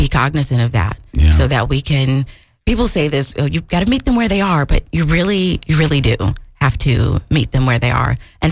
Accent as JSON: {"language": "English", "town": "Sumter", "region": "South Carolina", "country": "United States", "tie": "born or raised there", "said": "I am from Sumter, South Carolina. Yeah. I was born here. My dad was military. We moved around a little bit, but mostly I was raised here."}